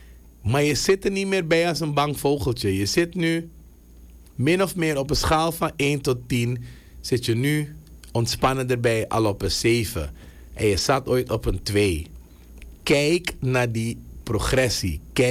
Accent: Suriname

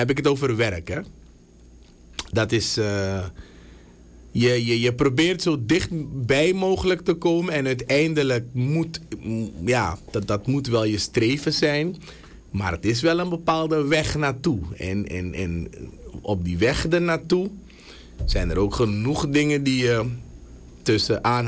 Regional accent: Suriname; wij als Surinamers

